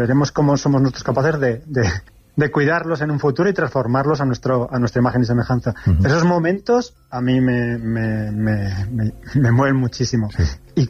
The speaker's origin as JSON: {"language": "Spanish", "region": "Aragon", "country": "Spain", "moved": "yes", "said": "que es de mi tierra"}